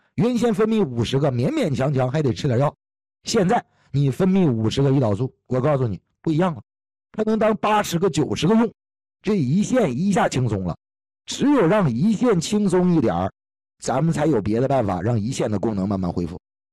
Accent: Northeast China, China; 我是东北人啊，我们东北老家有一句话就说

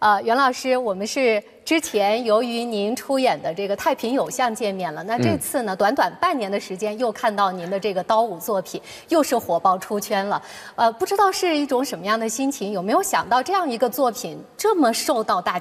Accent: Yunnan, China

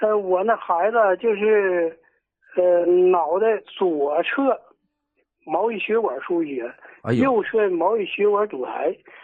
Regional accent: Shenyang, Liaoning, China; moved away; 搁这个沈阳搁我老家那嘎、

